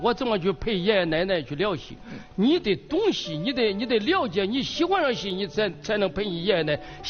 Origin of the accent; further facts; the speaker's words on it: Henan, China; 我们河南的李元春